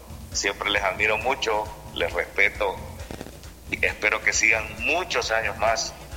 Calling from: Siguatepeque, Comayagua, Honduras; los que somos de Siguatepeque.

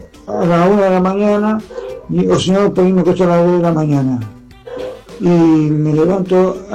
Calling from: Villa Regina, Río Negro, Argentina; de Villa Regina, de Dios Miro.

